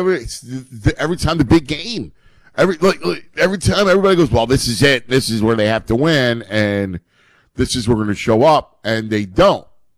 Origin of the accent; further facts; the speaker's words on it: Philadelphia, Pennsylvania, United States; So with Danny D and I, you know, we're from Philly